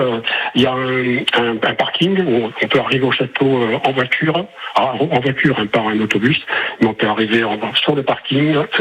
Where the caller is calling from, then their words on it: Montigny-Montfort, Bourgogne-Franche-Comté, France; De Montigny-Montfort, près de Montfort